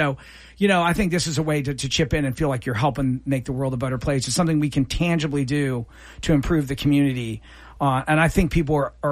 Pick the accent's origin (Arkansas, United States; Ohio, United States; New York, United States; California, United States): Ohio, United States; Columbus; we grew up in Columbus.